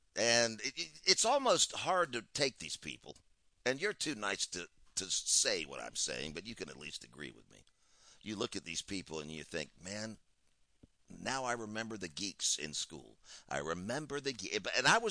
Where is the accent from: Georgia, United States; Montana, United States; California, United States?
Georgia, United States; Atlanta; I grew up in Buckhead, Austin. I was a spoiled brat growing up. And we lived in a very nice house.